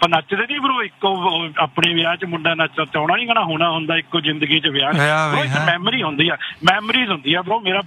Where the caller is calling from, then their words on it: Canada; ਮੈਂ ਕੈਨੇਡਾ ਤੋਂ ਆਇਆ ਵਿਆਹ ਕਰਾਉਣਾ।